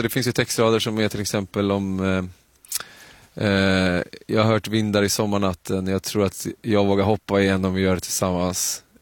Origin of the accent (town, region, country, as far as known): Sweden